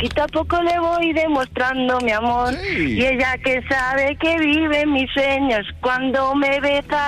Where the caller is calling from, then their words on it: Alcalá de Henares, Community of Madrid, Spain; De Alcalá de Henares.